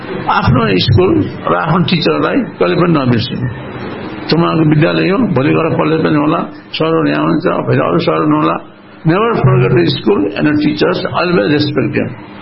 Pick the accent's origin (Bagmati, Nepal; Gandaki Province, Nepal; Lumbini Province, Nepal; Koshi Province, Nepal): Gandaki Province, Nepal; Shuklagandaki; मेरो यो क्षेत्रमा जहाँ म हुर्केको, जहाँ म जन्मेँ हुर्केँ त्यो क्षेत्रमा मेरो चिकित्सा सेवा अहिले पनि कन्टिन्यू छ।